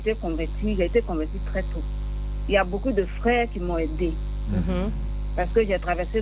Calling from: Abidjan, Côte d’Ivoire; De Yopougon.

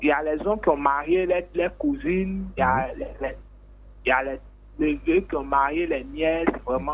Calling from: Abidjan, Côte d’Ivoire; j'appelle de Cocody.

